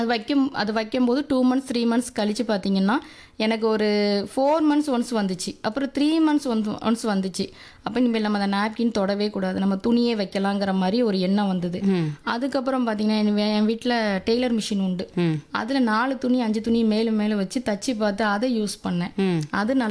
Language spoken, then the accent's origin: Tamil; Suthamalli, Tamil Nadu, India; திருநெல்வேலி மாவட்டம் சுத்தமல்லி கிராமத்திலிருந்து வரேன்.